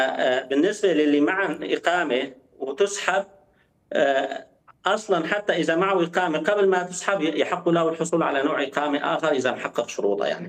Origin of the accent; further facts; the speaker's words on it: Syria; now in Germany; نحن كسوريين